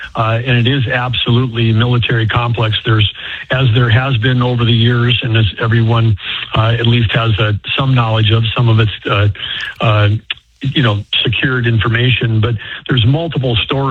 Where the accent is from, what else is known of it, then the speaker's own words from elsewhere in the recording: North Dakota, United States; I'm from North Dakota.